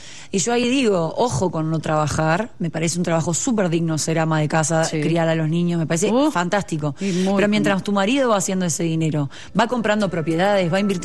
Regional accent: Uruguay; now in Mexico; yo soy de Uruguay.

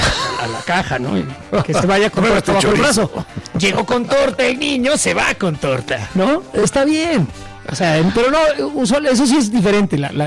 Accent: Mexico; Porque porque somos mexicanos, güey.

